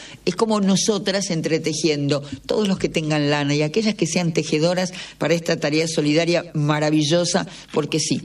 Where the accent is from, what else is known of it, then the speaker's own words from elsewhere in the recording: Carapachay, Buenos Aires Province, Argentina; de Carapachay, en Vicente López.